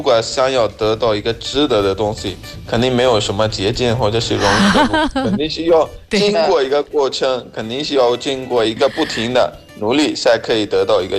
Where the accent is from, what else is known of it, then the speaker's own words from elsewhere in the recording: Pakistan; 我是巴基斯坦的